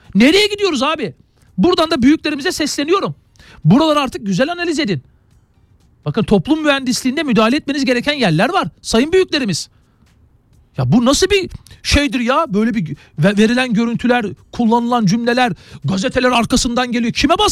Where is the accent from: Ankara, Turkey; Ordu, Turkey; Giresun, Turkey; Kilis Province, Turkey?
Giresun, Turkey; Bulancak; moved away; Ben Giresunluyum. Benim memleketim de güzel ona bakarsan.